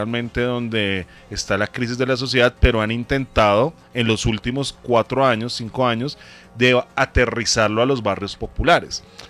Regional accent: Bogotá, Colombia; Nací en ese hospital. Me crié en el barrio Meisen, Ciudad Bolívar.

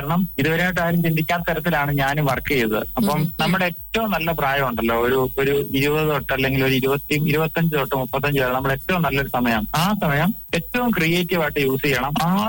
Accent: Cherupuzha, Kerala, India; കണ്ണൂർ കാസർഗോഡ് ജില്ലയുടെ ബോർഡർ ചെറുപുഴ എന്ന് പറഞ്ഞ സ്ഥലത്താണ് എന്റെ സ്ഥലം, ചെറുപുഴ.

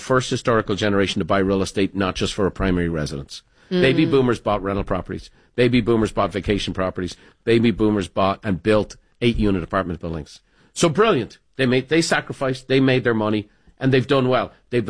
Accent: California, United States

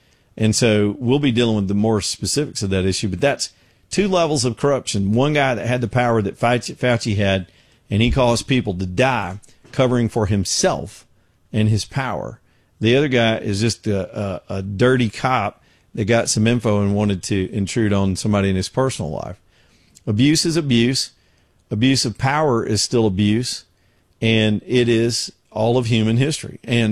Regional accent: United States; Every little town in America, we had folks like this in my hometown growing up.

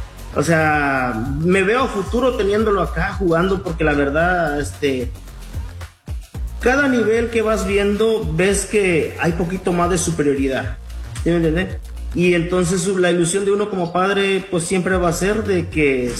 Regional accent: Guatemala; now in Phoenix, United States; yo soy de Guatemala, mi esposa es de México y pues Chris nacido acá.

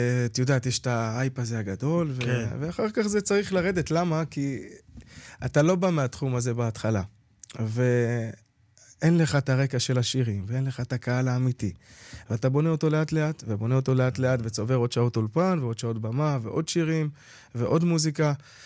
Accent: Or Yehuda, Tel Aviv District, Israel; now in Kiryat Ono, Israel; אני במקור מאור יהודה, והיום גר בקריית אונו.

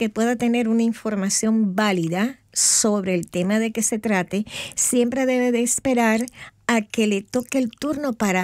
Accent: Santiago de Cuba, Cuba; Si yo digo que soy santiaguera, es implícito que nací en Santiago de Cuba.

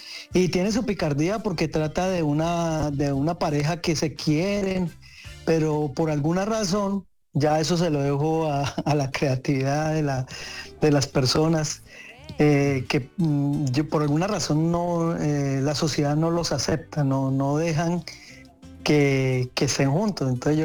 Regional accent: Cali, Valle del Cauca, Colombia; born there; Aunque soy caleño, nacido allá, pues mi familia, tengo descendencia paisa también. Entonces yo le decía a un amigo que yo soy paisaleño, algo así.

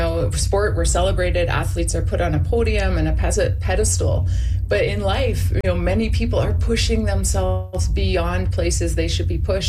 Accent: Winnipeg, Manitoba, Canada; moved away; My roots are forever planted in prairie soil and my hometown of Winnipeg.

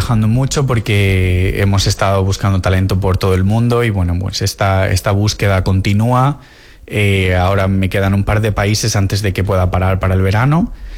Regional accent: Ibiza, Balearic Islands, Spain; now in London, United Kingdom; Yo soy vilero, yo soy de Vila.

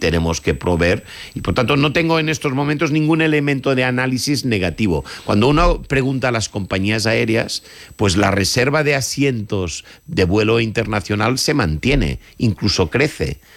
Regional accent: Spain

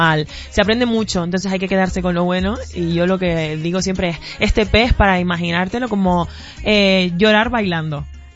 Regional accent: Canary Islands, Spain; Yo soy de Canarias y en Canarias somos de playa, somos de buen clima, de escuchar mucha música latina porque somos lo más latino que hay en España.

